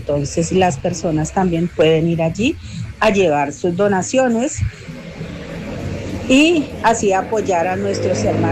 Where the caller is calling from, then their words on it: Ibagué, Tolima, Colombia; de acá de Ibagué